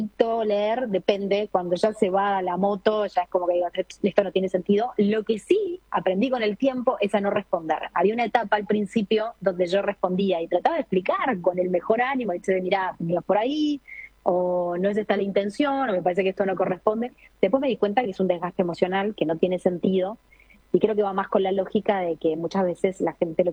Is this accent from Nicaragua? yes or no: no; Montevideo, Uruguay; Yo soy de Montevideo.